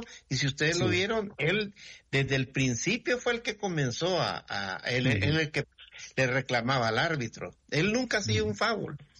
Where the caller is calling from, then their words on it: El Salvador; nosotros como salvadoreños que somos